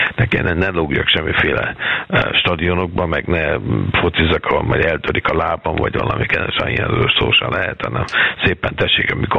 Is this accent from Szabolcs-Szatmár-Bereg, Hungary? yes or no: no; Budapest, Hungary; tudod, én pesti srác vagyok